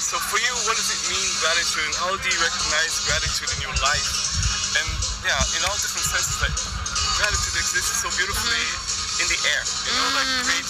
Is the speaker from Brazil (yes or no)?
yes; Brazil; English is a second language; I grew up really poor in Brazil.